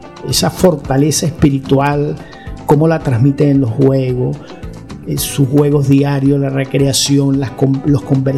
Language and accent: Spanish; Barinas, Venezuela; moved away as an adult; now in Caracas, Venezuela; haciendo vida académica en la Universidad Central de Venezuela, aquí en Caracas, pues, desde que tuve que trasladarme de Barinas, mi tierra natal